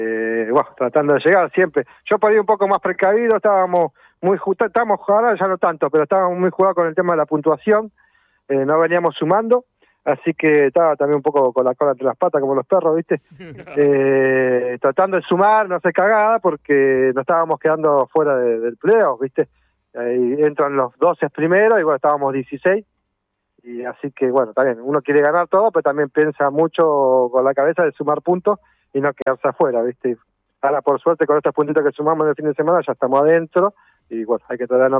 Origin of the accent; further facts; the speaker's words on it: La Plata, Buenos Aires Province, Argentina; born there; also born or lived in General Belgrano, Buenos Aires, Argentina; Sí, soy más platense que General Belgrano, pero bueno, nací en General Belgrano, así ahí son mis raíces, pero bueno, casi toda la vida acá en la ciudad.